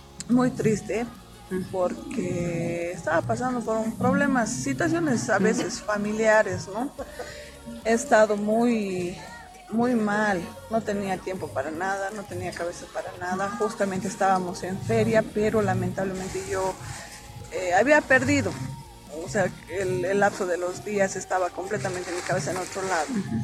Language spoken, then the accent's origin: Spanish; Potosí, Bolivia; moved away; somos varias que somos de Potosí